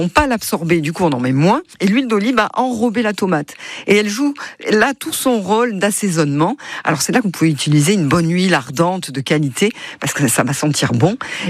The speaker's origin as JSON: {"language": "French", "region": "Provence-Alpes-Côte d'Azur", "country": "France", "said": "la tomate allongée qu'on appelle chez nous en Provence, la pendelote."}